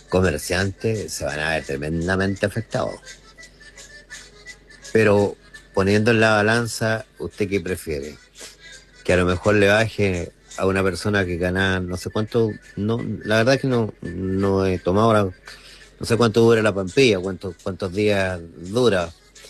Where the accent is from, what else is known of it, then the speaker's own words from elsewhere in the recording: Lago Ranco, Los Ríos, Chile; el orgullo de nosotros, los ranquinos